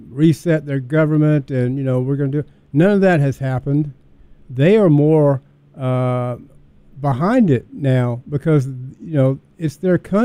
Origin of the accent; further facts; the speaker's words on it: United States; I'm an American